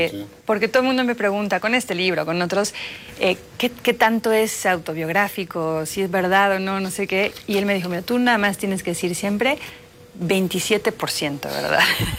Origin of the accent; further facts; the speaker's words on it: Mexico; now in United States; Yo llevo muchos años pensando en las fronteras y siendo mexicana en Estados Unid